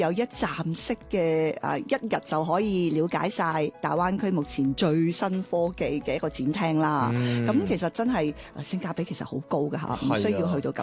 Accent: China; 外国朋友啦，比我哋中国人更加之了解我哋国家吓

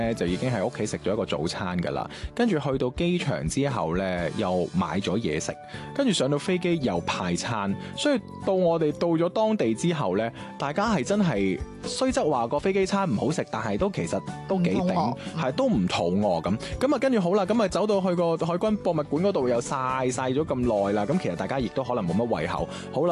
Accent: Guangdong, China; 你知我哋广东人噶啦，我哋食海鲜咧就系、是、我要最简单嘅嗰个做法啊，清蒸啊

